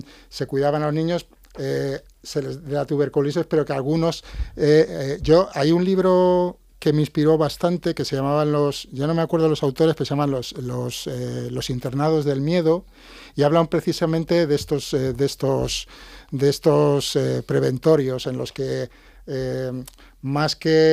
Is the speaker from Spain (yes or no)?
yes; Madrid, Community of Madrid, Spain; born there; also born or lived in Camariñas, Galicia; mi padre es de la zona de Camariñas. Yo no soy gallego, yo nací en Madrid